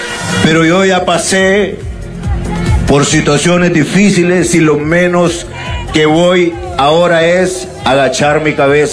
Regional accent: Honduras; born there; moved away; vengo de las tierras del indómito Cacique Lempira, de la mano de Dios, y gracias a las oraciones de todos ustedes, hoy volví a mi tierra. Qué lindo es estar en la tierra que lo vio uno nacer.

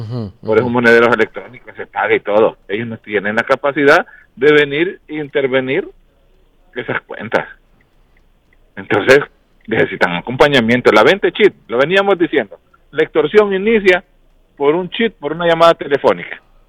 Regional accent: Honduras

